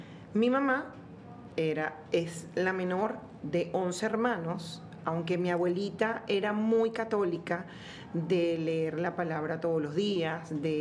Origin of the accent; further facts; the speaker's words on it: Caracas, Capital District, Venezuela; born there; Soy venezolana, nací en Caracas. Soy la mayor de tres hermanas.